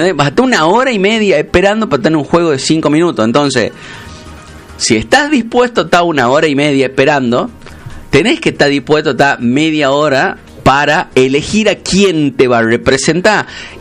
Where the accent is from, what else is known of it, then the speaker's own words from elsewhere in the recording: Argentina; los argentinos hablamos mucho de fútbol